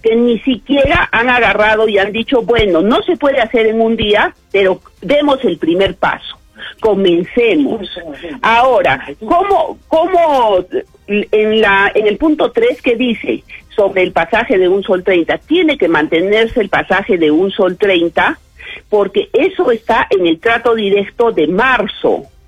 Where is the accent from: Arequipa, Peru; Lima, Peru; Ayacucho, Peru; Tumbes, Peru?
Arequipa, Peru; nosotros somos arequipeños